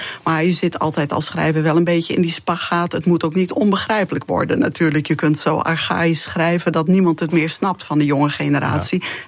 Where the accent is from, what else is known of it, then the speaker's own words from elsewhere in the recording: Friesland, Netherlands; first language West Frisian; Dutch is a second language; Fries is mijn moedertaal, dus de eerste woordjes die ik leerde waren in het Fries. De eerste liedjes die ik zong waren in het Fries.